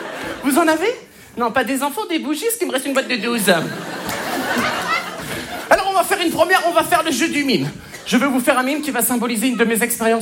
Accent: Hauts-de-France, France; Vous savez que chez moi dans le Nord c'est une tradition, hein.

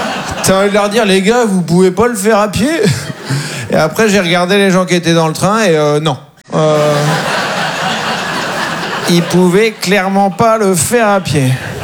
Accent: Caen, Normandy, France; Et moi, je viens de Caen, en Normandie. Et souvent, on ne connaît pas à côté de chez soi.

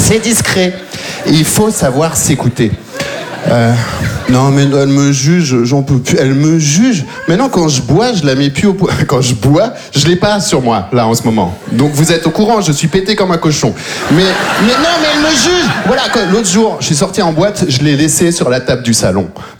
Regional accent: Belgium; born or raised there

